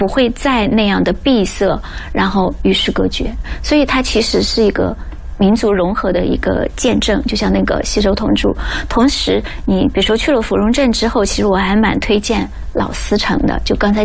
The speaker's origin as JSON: {"language": "Chinese", "area": "Xiangxi", "region": "Hunan", "country": "China", "said": "因为我是湘西人，我很了解这样的一些地方。"}